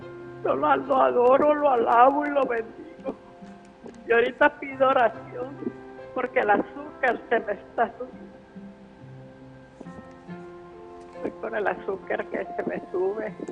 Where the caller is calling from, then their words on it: Guasave, Sinaloa, Mexico; Estoy hablando de Guasave, Sinaloa